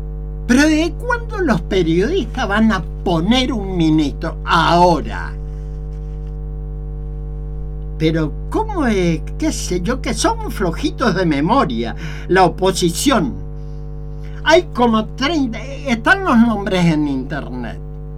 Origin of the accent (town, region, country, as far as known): Argentina